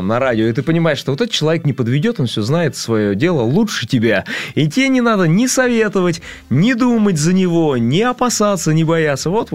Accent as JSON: {"language": "Russian", "town": "Ryazan", "region": "Ryazan Oblast", "country": "Russia", "tie": "born or raised there", "said": "чтобы тоже в моем родном городе вся эта движуха жила."}